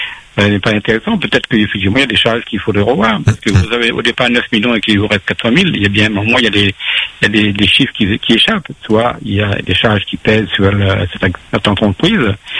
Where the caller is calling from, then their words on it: Réunion; moi, en tant que Réunionnais, des fois, je me dis, je m'intéresse aussi à la vie à La Réunion